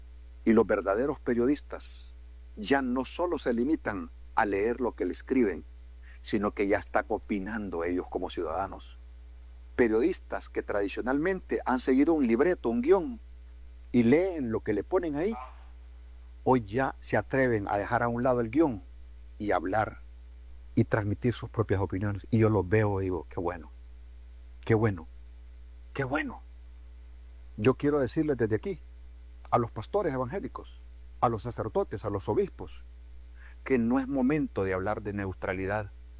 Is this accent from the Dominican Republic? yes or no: no; Honduras